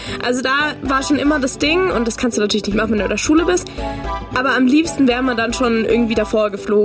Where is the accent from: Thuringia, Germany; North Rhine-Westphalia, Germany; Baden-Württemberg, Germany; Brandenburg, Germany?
Baden-Württemberg, Germany; moved away; ich komme ja eigentlich aus Baden-Württemberg